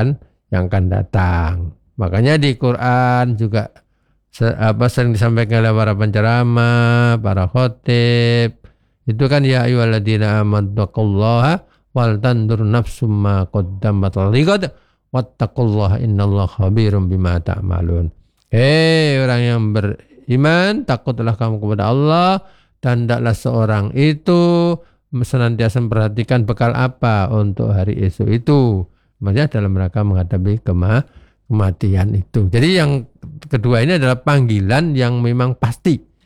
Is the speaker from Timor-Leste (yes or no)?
yes; Timor-Leste; also born or lived in Java; Contoh misalkan saya ini kan lahir di Jawa, Mbak Listia ya. Kemudian remaja di timur-timur. Nah, sekarang tua di sini ya.